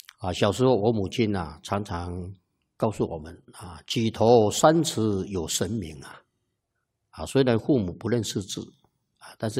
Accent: Taiwan; 所以你说台语呢也好几种啊。啊在台湾讲的话就叫台语

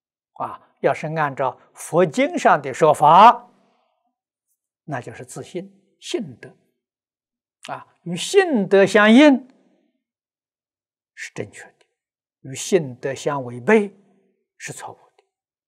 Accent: China

